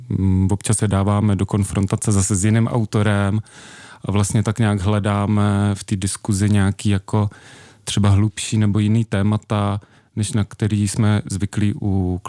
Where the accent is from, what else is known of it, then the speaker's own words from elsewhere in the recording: Jihlava, Vysočina Region, Czechia; now in Prague, Czech Republic; já jsem původem z Jihlavy, když žiju v Praze a v Jihlavě jsem tu kulturu dělal, jakoby, nebo dělám nepřetržitě od nějakých svých 14 let